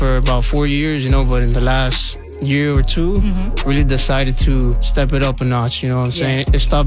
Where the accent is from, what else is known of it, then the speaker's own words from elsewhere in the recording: Hialeah, Florida, United States; I was born and raised in Miami, you know, Hialeah to be exact.